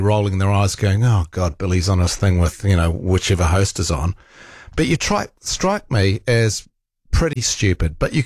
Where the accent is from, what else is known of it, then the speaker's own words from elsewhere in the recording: Rotorua, Bay of Plenty, New Zealand; now in Auckland, New Zealand; when I grew up in Rotorua, we used to regularly have -5 degree frosts.